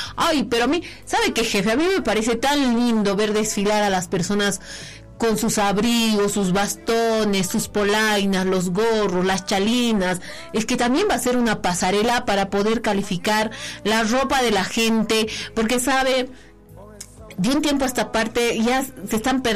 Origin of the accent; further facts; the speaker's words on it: Potosí, Bolivia; nosotros, como buenos potosinos